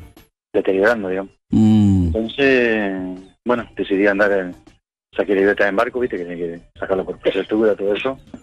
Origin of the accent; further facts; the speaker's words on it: Villa Paranacito, Entre Ríos, Argentina; Y mirá, yo soy nacido y criado en Paranacito.